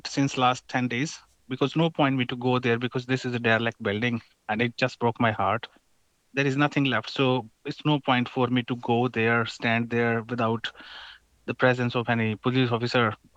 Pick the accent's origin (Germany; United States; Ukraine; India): India; I'm Indian, yeah.